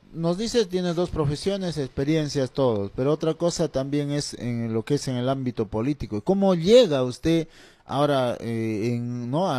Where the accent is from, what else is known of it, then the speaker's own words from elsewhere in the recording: Pichanaki, Junín, Peru; cuando somos netos de Pichanaki